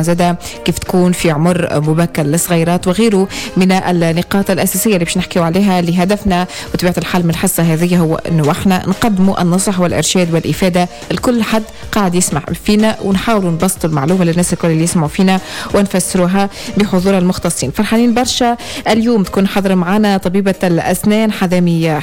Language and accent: Arabic; Tunisia; الانفورماسيون هذه ماهيش دارجه برشا عندنا في تونس،